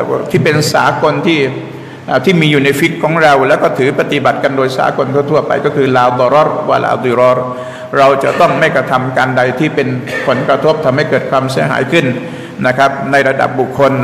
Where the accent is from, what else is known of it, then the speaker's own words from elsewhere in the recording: Bangkok, Thailand; ผมพูดถึงคนกรุงเทพเราเนี่ยพวกเราเนี่ยคนคลองชีวิตของเราตั้งแต่สมัยปู่ย่าตายายของเรามานะครับผูกพันกับน้ำผูกพันกับลำคลองมาโดยตลอด